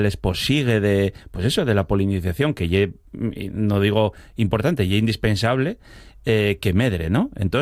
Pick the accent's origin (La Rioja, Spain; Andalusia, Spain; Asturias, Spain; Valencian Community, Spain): Asturias, Spain; ya sabes cómo somos los asturianos